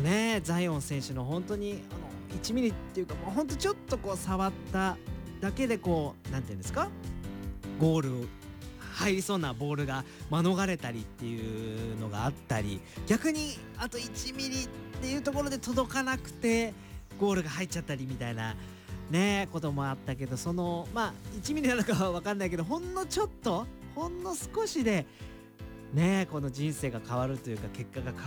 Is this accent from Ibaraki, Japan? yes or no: yes; Ibaraki, Japan; お盆は私の地元茨城ですよ皆さん、茨城県